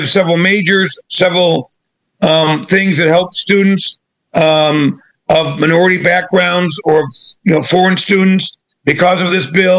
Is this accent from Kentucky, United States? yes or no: no; Euclid, Ohio, United States; my hometown of Euclid, which is a suburb on the east side of Cleveland.